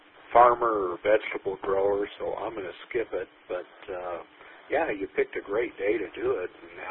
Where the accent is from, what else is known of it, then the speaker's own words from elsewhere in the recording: La Junta, Colorado, United States; I grew up in La Junta, which is, you know, there in the Arkansas Valley and really a big farm area, or it used to be.